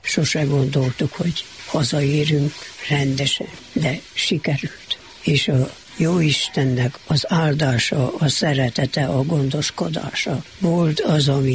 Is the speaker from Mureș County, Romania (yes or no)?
no; Okland, Harghita, Romania; now in Miercurea Ciuc, Romania; Oklandon éltem le az életemet, amíg otthon voltam. Ott jártam iskolába, már 5 éves koromban mentem az iskolába